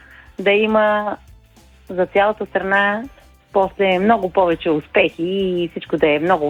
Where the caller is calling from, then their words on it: Burgas, Burgas Province, Bulgaria; От Бургас. … поздравът ми не е персонален, а е за Бургас и за всички хора на Бургас